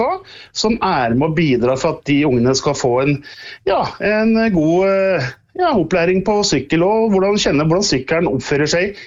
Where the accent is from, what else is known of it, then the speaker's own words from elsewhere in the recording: Brøttum, Innlandet, Norway; det begynte jo gjerne med noen små skirenn på det nysløperenn hjemme på Brøttum da.